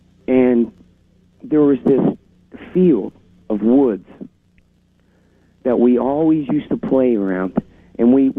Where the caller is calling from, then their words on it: Tampa, Florida, United States; I'm calling from Tampa, Florida.